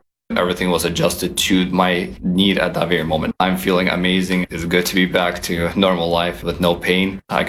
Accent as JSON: {"language": "English", "town": "Vancouver", "region": "Washington", "country": "United States", "said": "I'm from Vancouver, Washington."}